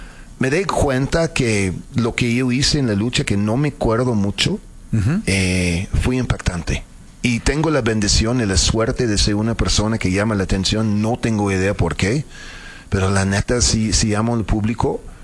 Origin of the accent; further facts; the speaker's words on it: Mexico City, Mexico; accent: foreign-sounding; Soy chilango con acento, pues yo qué hago, ¿no?